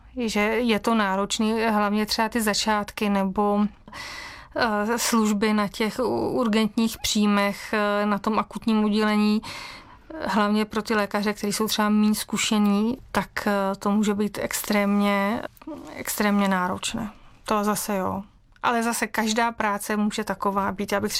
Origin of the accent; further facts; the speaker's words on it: Moravia, Czechia; also born or lived in Leuven, Belgium; now in Plzeň, Czech Republic; Já jsem původně z Moravy, teď žiju v Plzni.